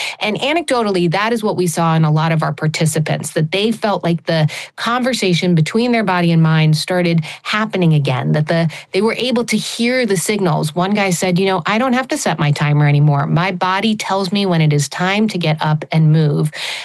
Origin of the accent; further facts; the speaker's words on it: United States; Yeah, you know, for me, I think growing up in the United States, we're so focused on organized sports